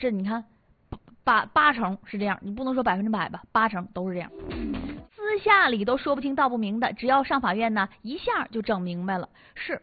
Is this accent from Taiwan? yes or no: no; Northeast China, China